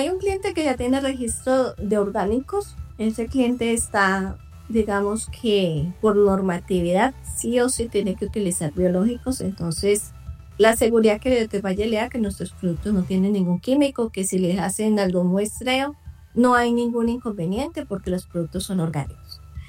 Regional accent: Cúcuta, Norte de Santander, Colombia; Yo estudié en la Universidad Francisco de Paula Santander en Cúcuta, soy cucuteña

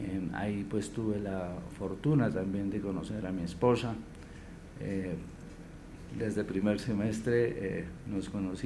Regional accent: Pasto, Nariño, Colombia; accent: pastuso; now in Bogotá, Colombia; Todavía ejercemos, digo, sí. Yo soy pastuso y ejerzo.

